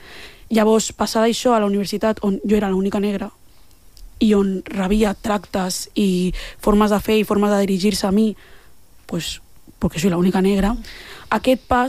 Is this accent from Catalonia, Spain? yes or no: yes; L'Hospitalet de Llobregat, Catalonia, Spain; com a dones negres d'Hospitalet, que no, que som de Hospi